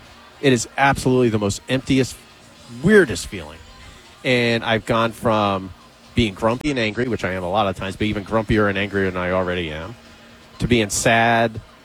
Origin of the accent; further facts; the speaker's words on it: New York, United States; accent: New York; I did not switch to my New York